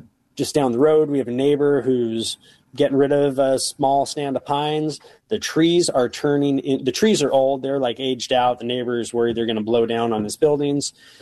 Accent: Bakersfield, California, United States; moved away; I'm originally from California. Bakersfield, the Central Valley of California

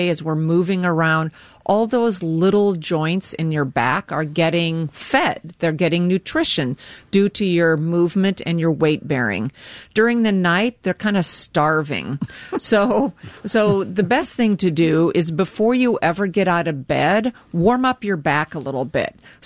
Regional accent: Carroll, Iowa, United States; We're from Carroll.

